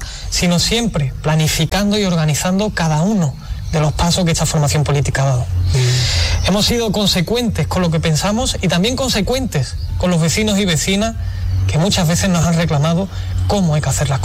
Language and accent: Spanish; Spain; yo, que soy del Barrio Bajo